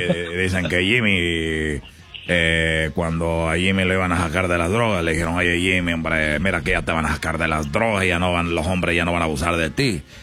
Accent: Honduras; Y en Honduras le dije, bueno, es que ahí en mi país, y la verdad yo siempre quise tener una casa grande.

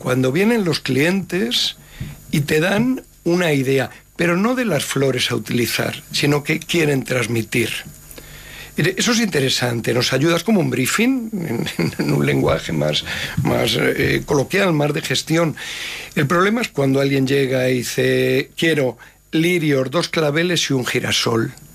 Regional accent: Castilla-La Mancha, Spain; moved away; lo voy a decir el manchego

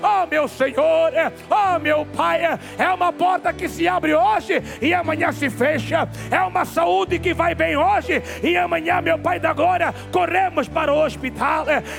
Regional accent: Mozambique; Voltei ao Brasil, daqui peguei o avião, voltei para a minha terra, Moçambique.

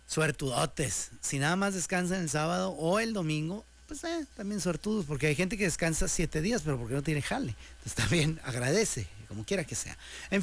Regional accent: Mexico; No pasa nada, somos mexicanos, viva México.

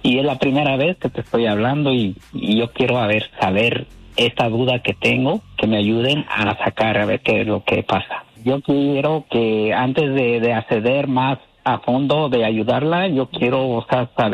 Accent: Honduras; Así somos las hondureñas, así somos, hablamos

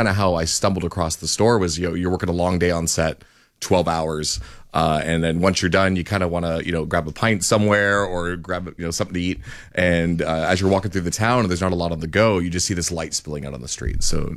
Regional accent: Nova Scotia, Canada; So I'm from Nova Scotia, but I do a lot of work in TV and reality, unscripted.

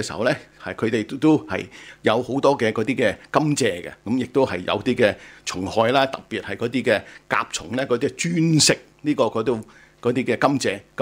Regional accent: China; 我哋中國人咧中意食田雞啦

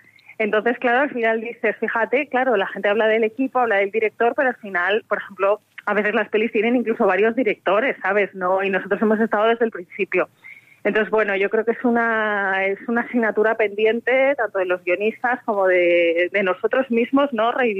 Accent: Zamora, Castile and León, Spain; also born or lived in Benavente; now in Madrid, Spain; Seguro que hay algún guionista más de Zamora

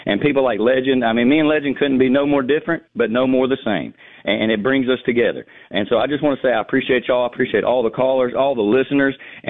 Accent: Birmingham, Alabama, United States; I was raised in Birmingham, Alabama. Both my grandfathers are alumni of the University of Alabama.

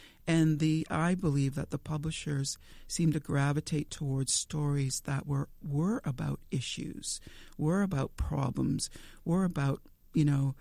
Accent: Temagami, Ontario, Canada; Yeah, when I grew up in Temagami, in Northern Ontario, but I think this is true for all across Canada, really

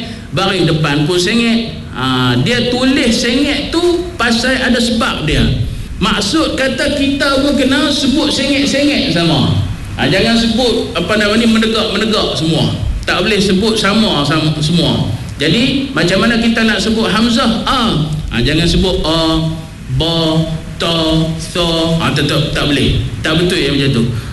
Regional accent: Kedah, Malaysia; Ha, saya orang Kedah juga, orang Utara juga, orang Pilih juga.

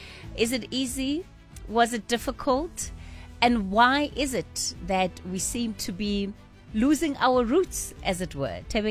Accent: South Africa

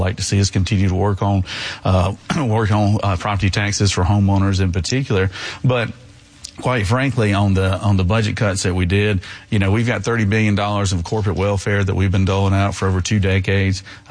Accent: Georgia, United States; I'm a sixth-generation Georgian, born and raised in Middle Georgia. I still live there today

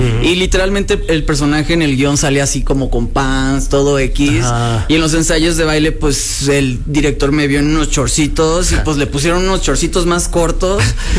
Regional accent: Los Cabos, Baja California Sur, Mexico; Yo soy de Los Cabos, pero mi familia es de Sinaloa, Mazatlán

